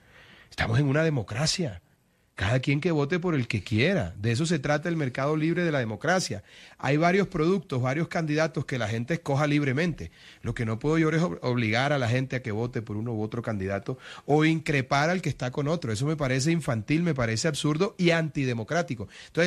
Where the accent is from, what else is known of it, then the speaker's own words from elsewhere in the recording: Caribbean Region, Colombia; soy un hombre del Caribe. Y nosotros en el Caribe somos afables, somos cariñosos, somos extrovertidos.